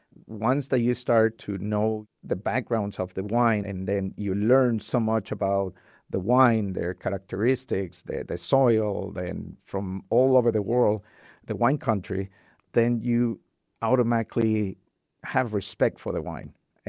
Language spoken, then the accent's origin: English; Cancun, Quintana Roo, Mexico; moved away as an adult; now in Fargo area, United States; I'm from Cancun, Mexico. I moved over here 17 years ago.